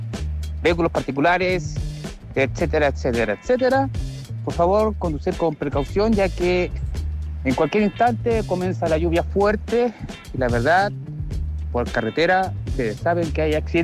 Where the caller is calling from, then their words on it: San Fernando, O'Higgins, Chile; desde San Fernando